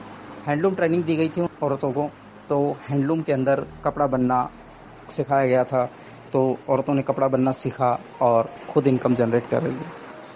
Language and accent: Hindi; Gijgarh, Rajasthan, India; मैं राजस्थान के दौसा जिले के सिकराय तहसील के गिजगढ़ गांव का रहने वाला हूँ, जहाँ पर रेड इंडिया का सेंटर है, गिजगढ़ ज्ञान केंद्र के नाम से है।